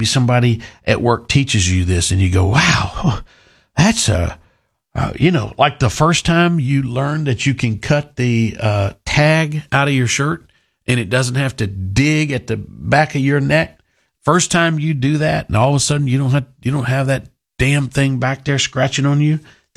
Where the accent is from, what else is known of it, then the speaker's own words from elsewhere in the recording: Texas, United States; Man, I'm Texan. I need air conditioning no matter what it is. I'm used to it.